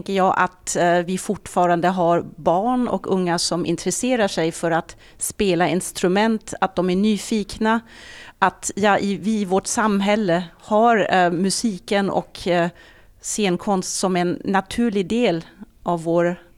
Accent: Germany; Swedish is a second language; now in Sweden; Jag är från Tyskland så det kan hända att jag använder ord som kanske inte passar 100%.

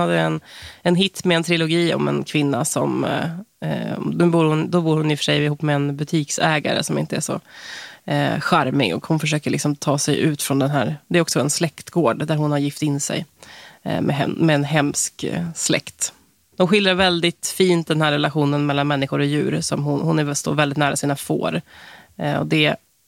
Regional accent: Örebro County, Sweden; Men å andra sidan säger man hemma i Närke att den som flyger för lågt flyger in i berget. Så kom det sig en dag att jag satte huvudet i bikupan och for ner till Stockholm.

